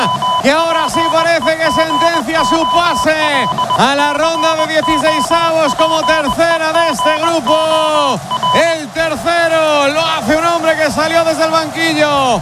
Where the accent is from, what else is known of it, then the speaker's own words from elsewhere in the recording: Argentina; Yo soy muy argentino, sí.